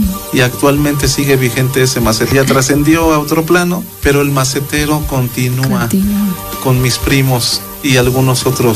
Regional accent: Mexico; nuestro legado como mexicanos.

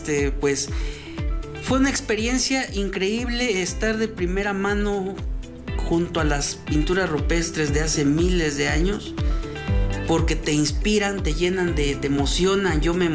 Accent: Santiago Quiotepec, Oaxaca, Mexico; nacido en una comunidad de la región Cañada de Cuicatlán, Oaxaca.

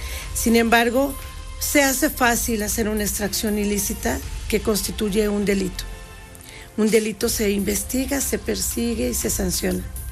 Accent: Puebla, Mexico; Nosotros como poblanos

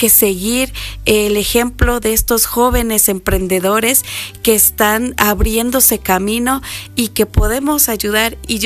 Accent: Puebla, Mexico; este es un talento poblano que como poblanos debemos unirnos

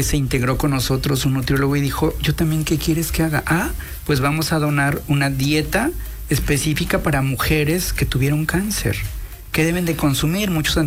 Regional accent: Cuyoaco, Puebla, Mexico; now in Puebla, Mexico; vengo de Porlibles, de la Sierra Norte de Puebla, soy del municipio de Cuyoaco, y bueno, pues aquí llegamos a la ciudad de Puebla

